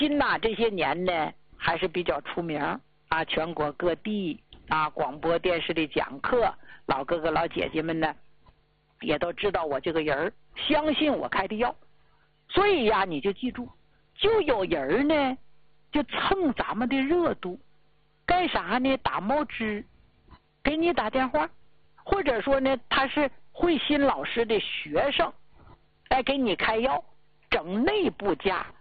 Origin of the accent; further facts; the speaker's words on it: Northeast China, China; 用咱们东北老家话说